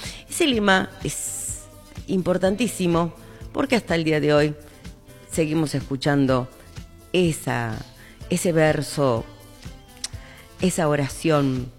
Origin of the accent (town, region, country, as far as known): Argentina